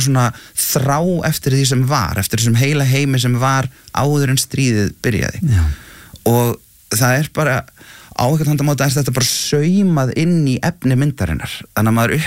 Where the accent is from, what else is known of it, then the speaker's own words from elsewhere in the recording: Akranes, Western Region, Iceland; born there; Jú, ég sem sagt fæddur á Akranesi